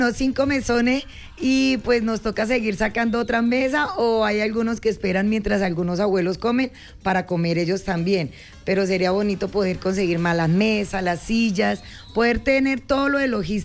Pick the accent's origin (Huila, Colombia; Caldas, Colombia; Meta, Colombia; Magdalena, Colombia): Huila, Colombia; una fundación que es oriunda de aquí en Neiva y que somos aquí huilense